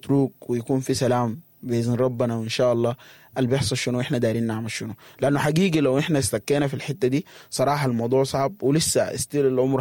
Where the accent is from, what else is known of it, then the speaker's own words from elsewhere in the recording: Sudan; بتكلم عننا إحنا كشاب سوداني.